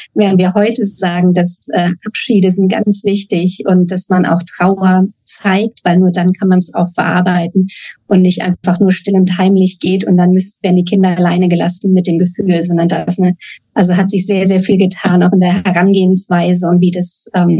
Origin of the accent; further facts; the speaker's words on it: Germany; Und da sind wir als Deutsche deutlich eingeschränkter als unsere nordamerikanischen Kollegen und Kolleginnen.